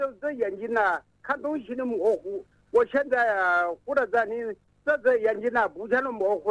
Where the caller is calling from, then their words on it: Xiantao, Hubei, China; 我是仙桃市的人。